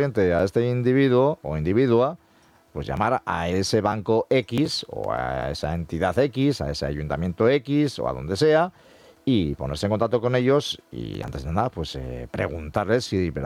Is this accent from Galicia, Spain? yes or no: no; Bermeo, Basque Country, Spain; en mi pueblo, en Bermeo